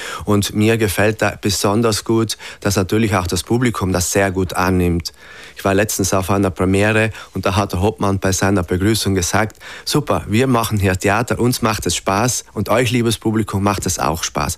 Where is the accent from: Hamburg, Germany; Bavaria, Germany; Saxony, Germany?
Bavaria, Germany; Eckental; ich habe ja schon als Jugendlicher, als Kindesalter, damals noch im Eckental, wo ich aufgewachsen bin